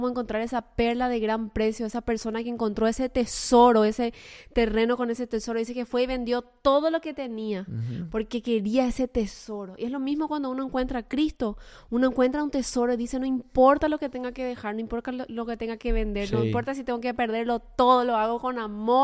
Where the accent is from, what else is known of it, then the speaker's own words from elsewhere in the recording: Paraguay; moved away as an adult; now in United States; toda mi familia, toda mi tierra, todos están en Paraguay.